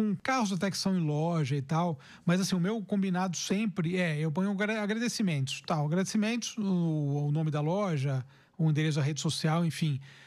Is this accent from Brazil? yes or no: yes; Araraquara, São Paulo, Brazil; moved away as an adult; also born or lived in Rio Claro; now in São Paulo, Brazil; É, não sou do interior. Eu nasci em Rio Claro, mas minha família toda é de Araraquara, né? Araraquara, perto de Ribeirão Preto, né? Aquela região lá da cana-de-açúcar, laranja e...